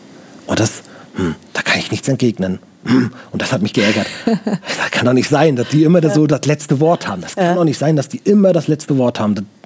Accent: Baltic coast, Germany; Ich komme aus der Nähe von der Ostsee.

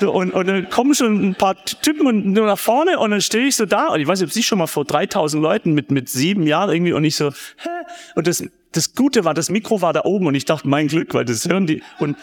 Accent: Gaildorf, Baden-Württemberg, Germany; die war berühmt in Geildorf, wo ich aufgewachsen bin

